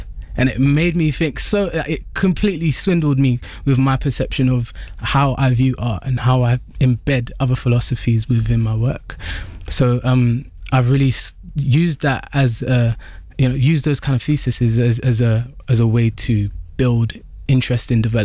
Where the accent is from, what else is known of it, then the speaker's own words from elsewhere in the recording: United Kingdom; Being British for me is like you're part of such a large melting pot